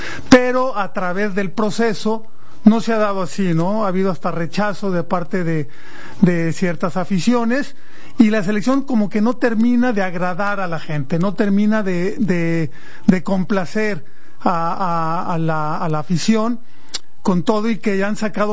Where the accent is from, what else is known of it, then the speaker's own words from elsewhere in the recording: Mexico; somos pocos los mexicanos que están en el extranjero, ¿no?